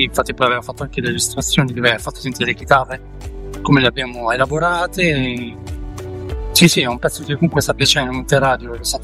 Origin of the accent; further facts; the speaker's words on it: Bari, Apulia, Italy; born there; moved away; io sono nato a Bari, poi mi sono trasferito, sono venuto qui a nord